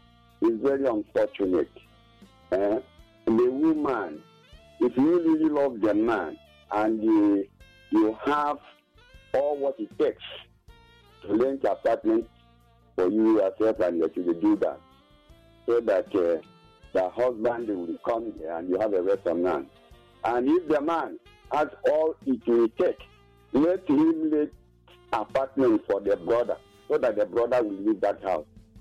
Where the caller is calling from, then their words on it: Nigeria; I'm calling from Iskoko, my non-local government area.